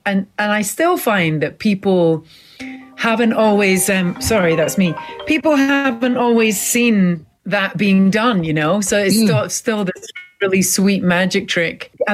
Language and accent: English; Scotland, United Kingdom; And we were laughing because we're both Scottish Asian. I'm like quarter Chinese.